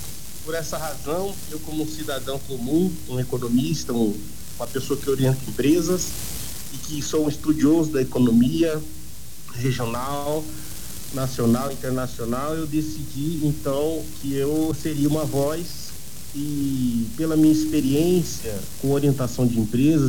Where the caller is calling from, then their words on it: Campo Grande, Mato Grosso do Sul, Brazil; Eu falo de Campo Grande.